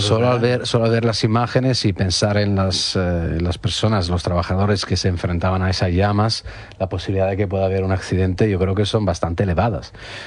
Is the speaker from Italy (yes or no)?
yes; Italy; Spanish is a second language; now in Spain; siempre pienso también en mi país, en Italia.